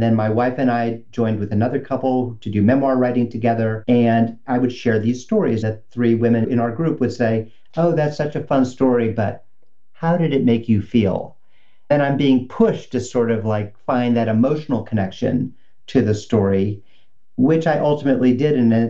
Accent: St. Louis, Missouri, United States; born there; I was born in St. Louis, Missouri in 1965.

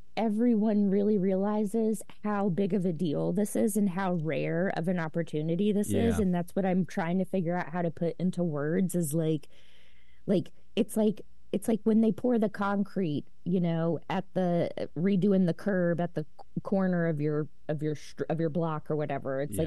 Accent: the South, United States; we're from the South.

